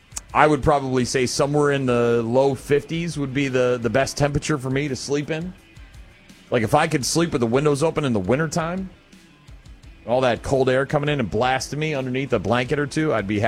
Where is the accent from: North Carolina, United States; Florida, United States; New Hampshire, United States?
New Hampshire, United States; New Hampshire, my home state